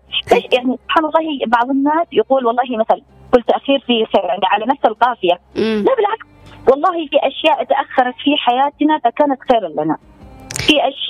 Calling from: Yemen

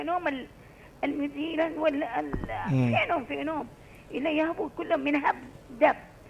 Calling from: Aden, Yemen; عندنا بعدن كريتر

